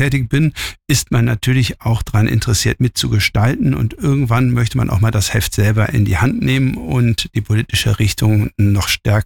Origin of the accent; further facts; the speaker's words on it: Cologne, North Rhine-Westphalia, Germany; born there; now in Georgsmarienhütte, Germany; Ja, ich bin 53 Jahre alt, komme gebürtig aus Köln, bin verheiratet, Vater von drei Kindern, lebe jetzt seit 2021 in Georgsmarienhütte